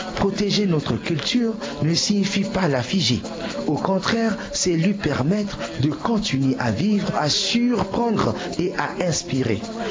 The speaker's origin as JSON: {"language": "French", "country": "Central African Republic", "said": "chez moi en République centrafricaine"}